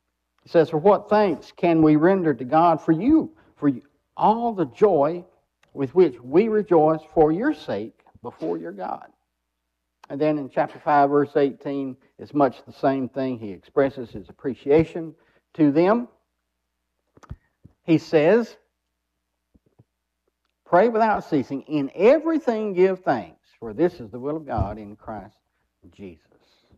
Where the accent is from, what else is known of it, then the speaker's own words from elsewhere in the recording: Alabama, United States; we're happy to be here in my hometown. I've been in Valley, I've been in South Alabama, and the last 20 years been down in Greenville, Alabama